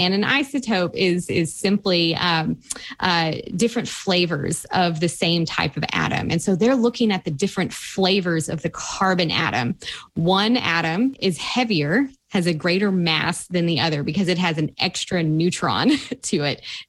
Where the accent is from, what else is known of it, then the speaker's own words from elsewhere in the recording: Tennessee, United States; growing up in East Tennessee